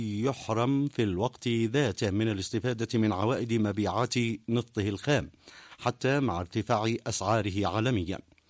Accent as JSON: {"language": "Arabic", "country": "Yemen", "said": "بسبب الحصار والعقوبات المفروضة على بلادنا اليمن."}